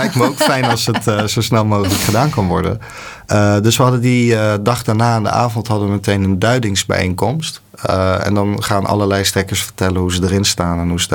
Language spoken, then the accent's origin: Dutch; Netherlands; Ja, nee, ik bijvoorbeeld dan weer niet. Ik voel me echt gewoon een Nederlander.